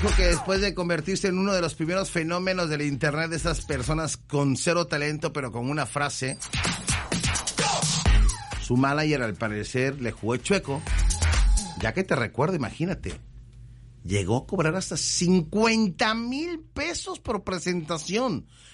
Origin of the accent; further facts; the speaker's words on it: Veracruz, Mexico; Ahora sí, es jarocho así, más escandaloso, primo. Somos costeños, padre.